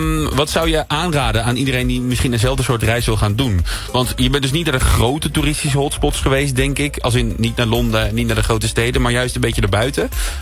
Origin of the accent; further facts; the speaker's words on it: Netherlands; Waar we ieder jaar weer massaal op afkomen als Nederlanders zijnde.